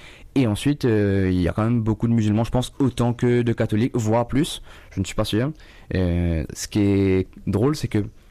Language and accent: French; France; now in Mauritius; Déjà, en tant que Français, aller en Europe, c'est très facile parce qu'on peut voyager librement.